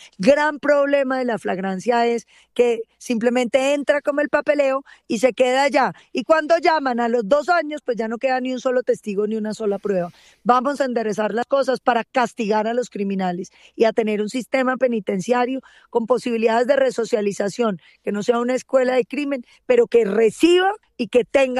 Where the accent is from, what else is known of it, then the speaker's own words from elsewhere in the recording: Colombia; Si los colombianos nos comprometemos a ir por una ruta